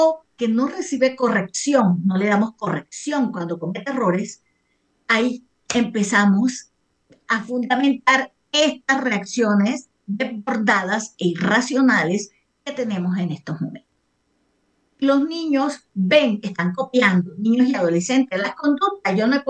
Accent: Colombia; como ciudadanos, como colombianos

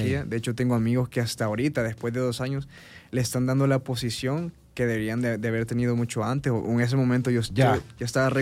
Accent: El Salvador; soy el primer salvadoreño que ha entrado en empresa a nivel mundial.

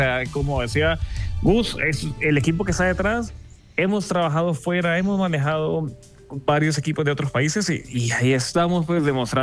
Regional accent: El Salvador; Entonces podemos lograr grandes cosas como salvadoreños

